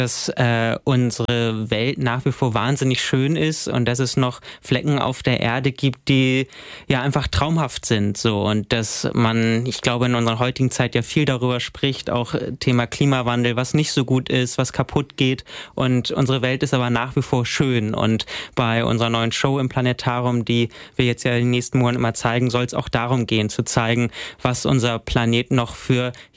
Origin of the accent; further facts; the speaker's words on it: Hamburg, Germany; wir kommen ja hier aus Norddeutschland, aus Hamburg, aus der Großstadt